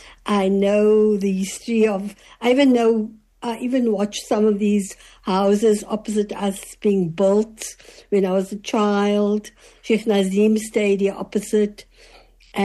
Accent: Cape Town, Western Cape, South Africa; also born or lived in Claremont; so we moved to Wynberg, where we did own the home. And so for most of my life, I was Wynberg-based. Mm-hmm. And I am currently still in Wynberg, oh, the same property my father bought 65 years ago.

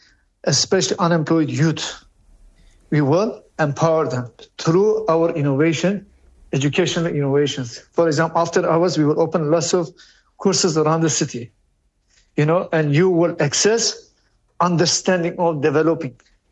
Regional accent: South Africa; Are you telling me as a South African, we're not capable to build 800,000 homes with it, almost 200 million budget of the city?

